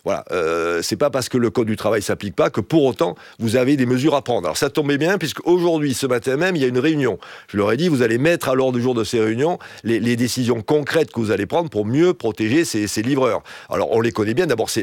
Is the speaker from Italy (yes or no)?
no; South-West France, France